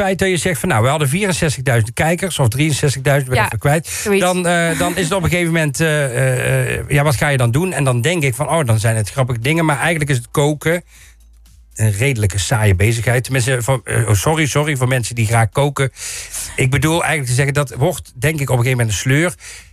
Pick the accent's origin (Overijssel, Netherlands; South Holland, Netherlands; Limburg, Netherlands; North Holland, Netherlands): Limburg, Netherlands; ik kom uit Limburg.